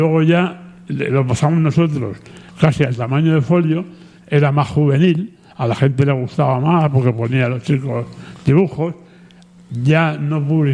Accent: Madrid, Community of Madrid, Spain; moved away; also born or lived in Villarrubia; yo nací en Madrid, de padre y madre villarrubieros, y mis primeros años en la formación académica pues la hice en Madrid, hasta la universidad en la Complutense, en la Carlos III.

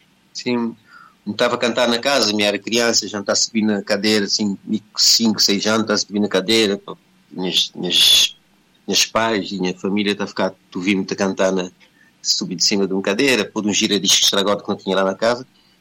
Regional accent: São Vicente, Cape Verde; born there; Sim, nasci na São Vicente, comecei a cantar muito cedo.

